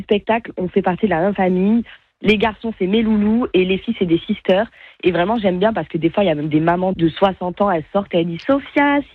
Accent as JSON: {"language": "French", "town": "Perpignan", "region": "Occitanie", "country": "France", "tie": "born there", "moved": "yes", "lives_now": "Paris, France", "said": "Dès que je suis à Perpignan"}